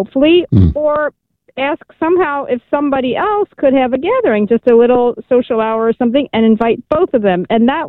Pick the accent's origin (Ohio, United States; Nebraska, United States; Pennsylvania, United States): Ohio, United States; Cincinnati; I'm from Cincinnati, which is the most beautiful city in the world, but I can't stand being cold in the winter, so I live here.